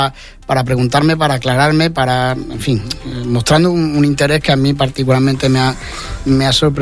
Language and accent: Spanish; Ceuta, Spain; now in Jaén, Spain; quienes somos ceutíes de origen, o los ceutíes que estamos aquí en Jaén